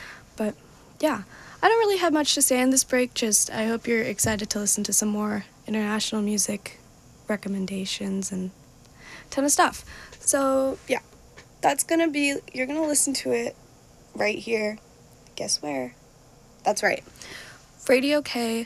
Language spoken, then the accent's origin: English; Seattle, Washington, United States; moved away as an adult; now in Minnesota, United States; I'm not from Minnesota originally, so I'm from Seattle.